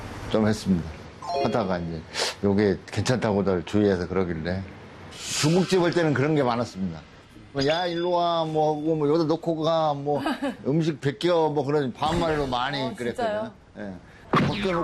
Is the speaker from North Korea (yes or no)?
no; Chungcheong, South Korea; 제가 또 고향이 충청도라 원체 좀 느립니다.